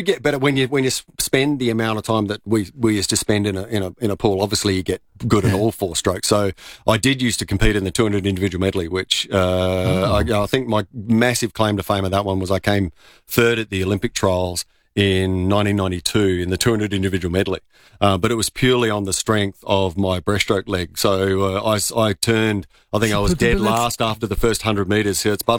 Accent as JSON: {"language": "English", "town": "Modbury", "region": "South Australia", "country": "Australia", "tie": "born or raised there", "said": "Modbury I grew up in, yeah. So okay. I was a Clovercrest Swim School graduate from many years ago."}